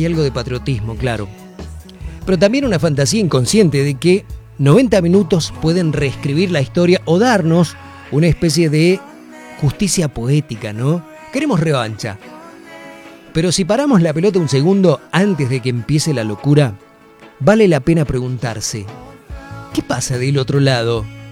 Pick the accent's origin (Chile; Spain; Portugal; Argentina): Argentina